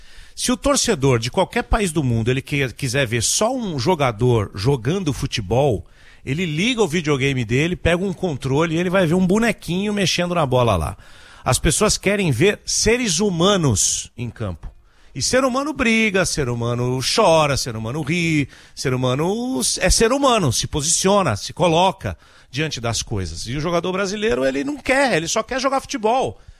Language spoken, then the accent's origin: Portuguese; Brazil; Como nós também, brasileiros